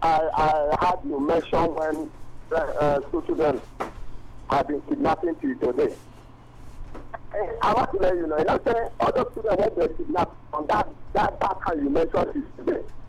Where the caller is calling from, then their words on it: Tamale, Northern Region, Ghana; I'm calling from Tamale.